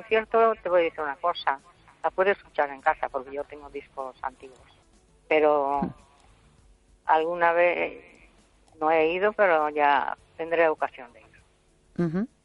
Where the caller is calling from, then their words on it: Vigo, Galicia, Spain; Buenas noches, Esther.